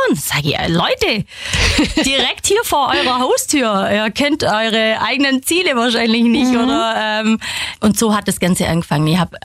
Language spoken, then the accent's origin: German; Rottenacker, Baden-Württemberg, Germany; moved away as an adult; now in Biberach, Germany; ich bin ja gebürtig aus Rottenacker, also bei Ehingen. Und frisch nach Biberach gezogen.